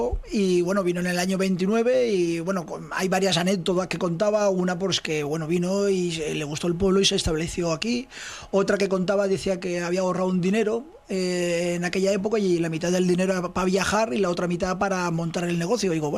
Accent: Spain; accent: Extremaduran; Bueno, tengo acento extremeño y acento valenciano, los dos.

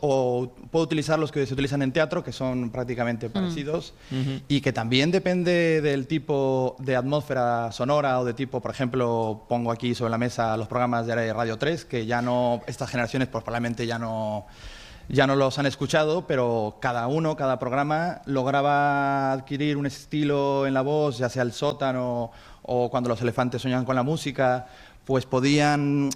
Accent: Mexico; also born or lived in Málaga / Extremadura; Seguramente habrán notado que mi acento es raro. Yo soy mexicano, he vivido en Málaga, en Extremadura

